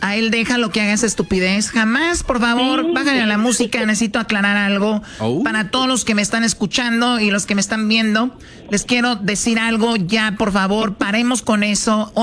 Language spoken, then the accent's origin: Spanish; Mexico; Todos los que somos de México somos tus paisanos porque somos del país de México.